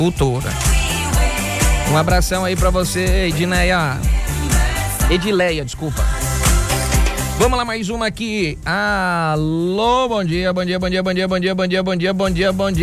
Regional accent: Nonoai, Rio Grande do Sul, Brazil; eu também sou gaúcho. Sou lá de Nonoia

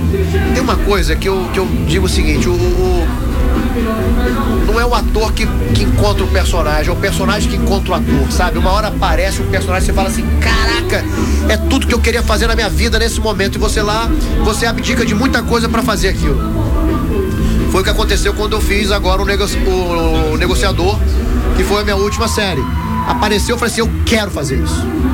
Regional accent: Manaus, Amazonas, Brazil; now in Rio de Janeiro, Brazil; E que é algo até parecido com o que nós amazonenses temos. Eu sou de Manaus, né? Embora esteja vivendo há muitos anos no Rio de Janeiro

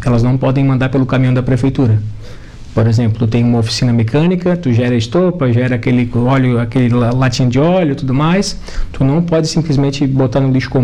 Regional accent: Araranguá, Santa Catarina, Brazil; Eu sou de Araranguá, eu trabalho lá, mas eu sou aqui de Araranguá

